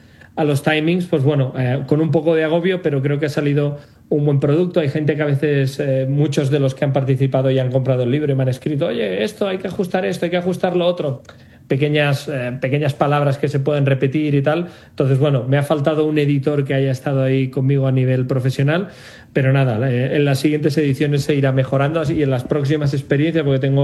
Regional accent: Sabadell, Catalonia, Spain; Yo soy natural de Sabadell, Barcelona.

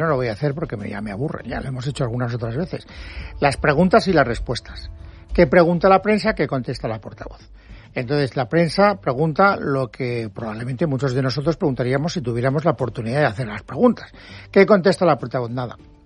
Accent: Valencian Community, Spain; Bueno, pues que ella me perdone. Soy valenciano.

